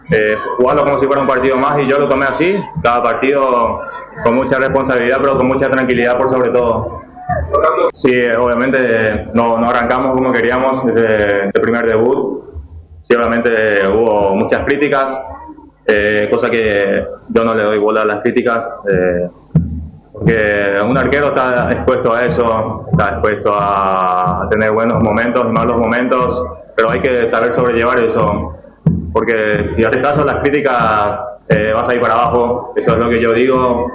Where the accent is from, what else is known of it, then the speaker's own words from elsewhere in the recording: Paraguay; Yo como buen paraguayo que soy